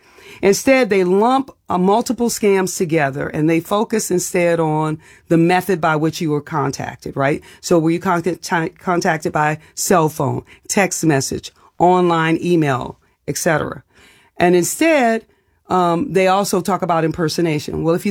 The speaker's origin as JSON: {"language": "English", "town": "New Orleans", "region": "Louisiana", "country": "United States", "tie": "born or raised there", "said": "Well, I grew up in New Orleans. You didn't answer the door."}